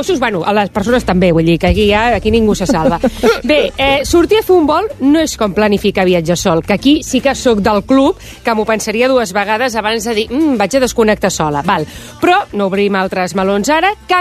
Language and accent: Catalan; Badalona, Catalonia, Spain; No, més a més, és que jo que sóc de Badalona